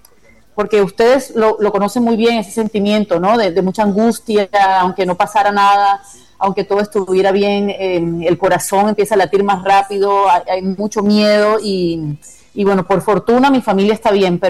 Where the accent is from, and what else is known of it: Colombia; now in Barranquilla, Colombia